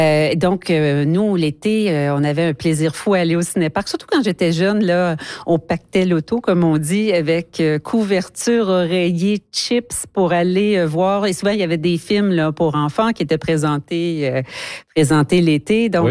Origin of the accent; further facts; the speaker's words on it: Saint-Eustache, Quebec, Canada; Oui, parce que moi, je viens de Saint-Eustache, mm-hmm. au nord de Montréal